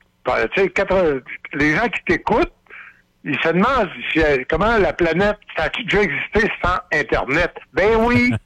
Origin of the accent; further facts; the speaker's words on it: Falardeau, Quebec, Canada; moi je viens de Falardeau, mais nous autres, on est chez la ligne de Saint-Honoré, puis lui, il était chez la ligne de Falardeau.